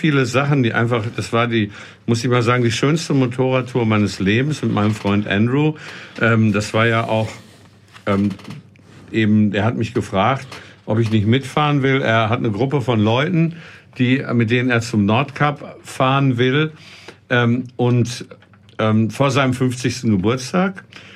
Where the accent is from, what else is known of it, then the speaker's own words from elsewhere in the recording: Detmold, North Rhine-Westphalia, Germany; moved away as an adult; also born or lived in Frankfurt; bin ich ja aus Westfalen, ne, aus der Nähe von Bielefeld übrigens, aus Detmold, bin ich dann nach Frankfurt gekommen, ins Rhein-Main-Gebiet.